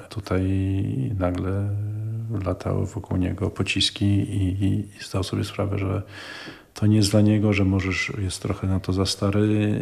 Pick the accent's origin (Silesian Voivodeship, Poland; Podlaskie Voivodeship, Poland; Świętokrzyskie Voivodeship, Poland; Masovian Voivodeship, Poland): Masovian Voivodeship, Poland; Warsaw; moved away as an adult; jak się wychowywałem tutaj w Warszawie.